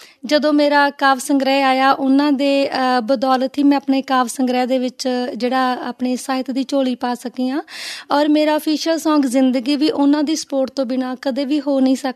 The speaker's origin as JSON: {"language": "Punjabi", "town": "Dyalpura Bhai Ka", "region": "Punjab", "country": "India", "tie": "born or raised there", "moved": "as an adult", "said": "ਛੋਟਾ ਜਿਹਾ ਦਿਆਲਪੁਰਾ ਭਾਈਕਾ ਦੇ ਨਾਲ ਜ਼ਿਲ੍ਹਾ ਬਠਿੰਡਾ ਦੇ ਵਿੱਚ ਜੀ ਮੇਰਾ ਜਨਮ ਹੋਇਆ।"}